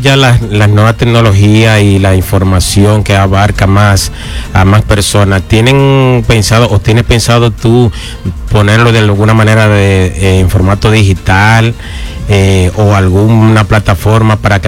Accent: Dominican Republic; moved away; como padre, como dominicano, como inmigrante

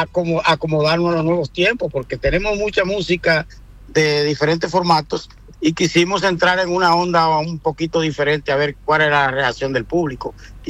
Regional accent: Azua, Dominican Republic; Sí, nosotros somos asuanos. Él es de una ciudad que se llama, de un pueblo que se llama Las Terreras de Asua. Yo soy de Ansonia.

